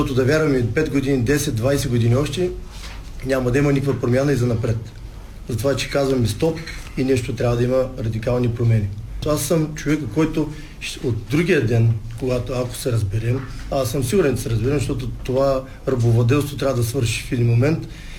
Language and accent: Bulgarian; Plovdiv, Plovdiv Province, Bulgaria; аз съм от Кичук Париж. Израснал съм там, тренирал съм в Спартак.